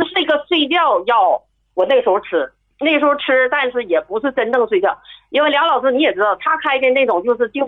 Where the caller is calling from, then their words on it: Shenyang, Liaoning, China; 我今年67，我是沈阳人，